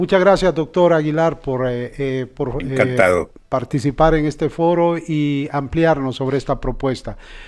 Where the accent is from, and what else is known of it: Honduras